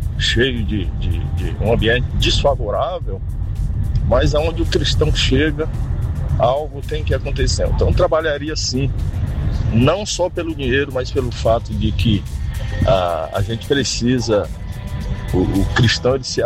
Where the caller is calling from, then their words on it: Goianira, Goiás, Brazil; sou aqui de Goianira.